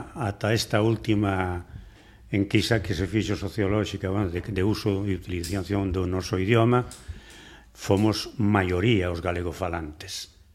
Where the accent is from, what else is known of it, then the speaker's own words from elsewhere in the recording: Galicia, Spain; nós somos os galegos e as galegas, somos un pobo acomplexado